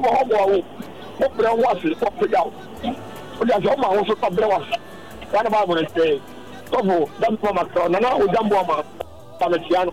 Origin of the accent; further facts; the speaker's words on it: Madagascar; I'm from Madagascar.